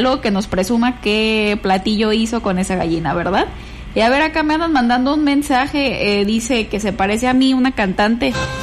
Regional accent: Apatzingán, Michoacán, Mexico; Bien apachinguense. ¡Puro Pachingán Bali!

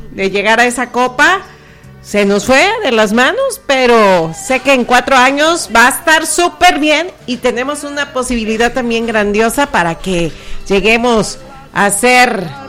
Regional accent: Mexico; Ya no, yo soy mexicana y sí, perdimos, ya que.

